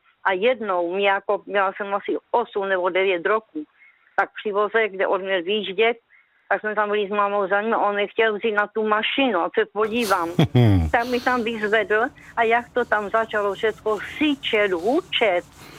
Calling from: Ostrava, Moravian-Silesian Region, Czechia; Tady jsem já … z Ostravy Poruby.

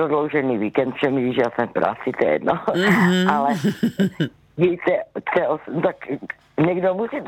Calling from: Zlín Region, Czechia; A já jsem z Valach

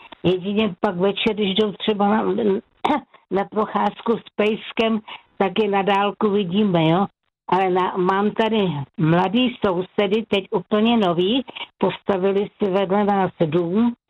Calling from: Pardubice, Pardubice Region, Czechia; Od Pardubic.

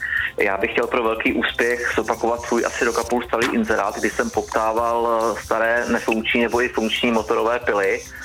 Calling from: Žamberk, East Bohemia, Czechia; Jsem od Vanberka, ale rád si zajedu po celých východních Čechách.

